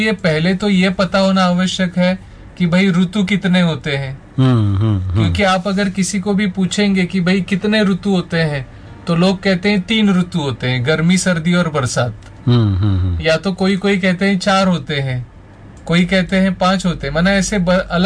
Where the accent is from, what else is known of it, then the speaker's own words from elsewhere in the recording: Mumbai, Maharashtra, India; now in Ratlam, India; basically मैं मुंबई से हूँ लेकिन वर्तमान समय में मैं रतलाम में आयुर्वेद महाविद्यालय है